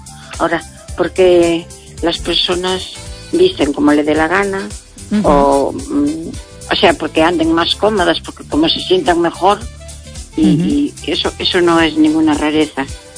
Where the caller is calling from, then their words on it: Pontevedra, Galicia, Spain; de Pontevedra.